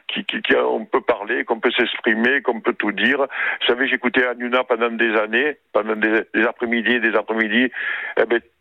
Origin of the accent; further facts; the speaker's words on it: Oran, Oran Province, Algeria; moved away; Moi, quand je suis venu d'Algérie, je suis oranais, vous savez, j'habitais au château de Boisluzy, que tout le monde connaît à Marseille.